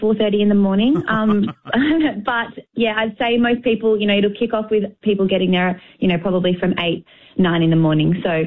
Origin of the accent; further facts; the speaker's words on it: Orange, New South Wales, Australia; So I'm 32. Born and raised in Orange.